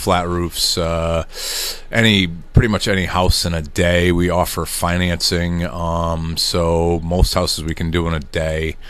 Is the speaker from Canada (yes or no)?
no; Manchester, Connecticut, United States; so we grew up in Manchester, and that was years ago, so I'm kind of third generation.